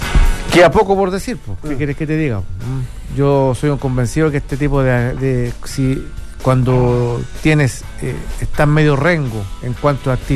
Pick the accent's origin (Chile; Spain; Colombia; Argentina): Chile; las fiestas patrias es lo que nos une como chilenos.